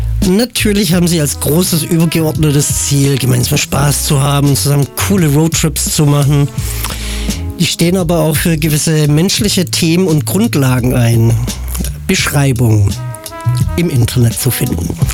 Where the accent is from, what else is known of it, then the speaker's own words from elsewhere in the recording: Mannheim, Baden-Württemberg, Germany; Ich bin aus Mannheim, wurde zurückgezogen. Ich war dann in Künzelsau